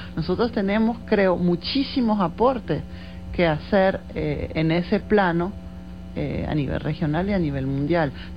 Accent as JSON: {"language": "Spanish", "country": "Venezuela", "said": "como venezolanos, como venezolanas"}